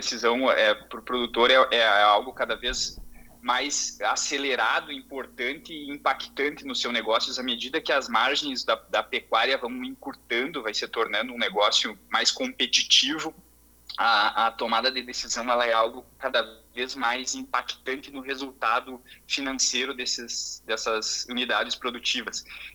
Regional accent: Santiago, Rio Grande do Sul, Brazil; Sou natural do município de Santiago, produzo na região do município de Itaqui e hoje falo daqui do Recanto Maestro

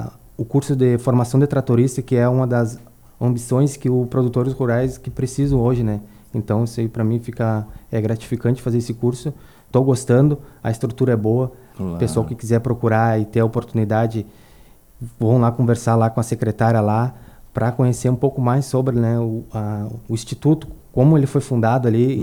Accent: Caçapava do Sul, Rio Grande do Sul, Brazil; moved away as an adult; now in Bagé, Brazil; Sou natural de Caçapava

